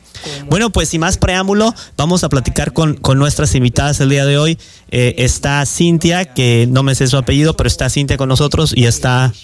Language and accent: Spanish; Colima, Mexico; moved away; yo vengo de Colima, mis abuelos son de Tuxpan, de Ciudad Guzmán